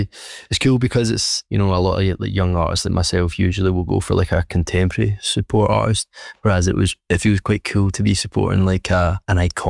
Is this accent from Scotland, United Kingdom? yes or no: yes; Glasgow, Scotland, United Kingdom; born there; it's kind of my hometown.